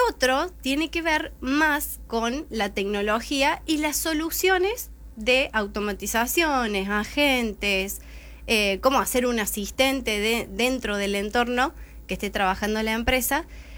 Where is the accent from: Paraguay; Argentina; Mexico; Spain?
Argentina; somos argentinos